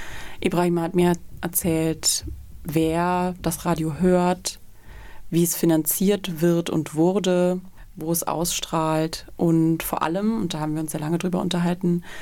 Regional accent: Trier, Rhineland-Palatinate, Germany; dieselbe Frequenz ist wie mein Lieblingsradiosender aus meiner Jugendzeit in meiner Heimatstadt Trier.

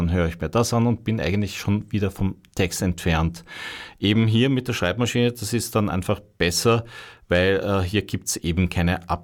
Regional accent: Austria; Wir als Österreicher

